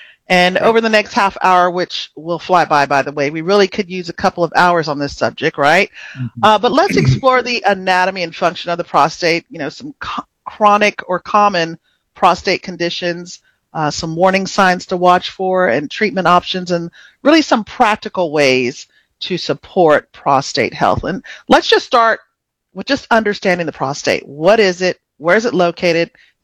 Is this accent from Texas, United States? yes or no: yes; San Antonio, Texas, United States; San Antonio, Texas, my hometown.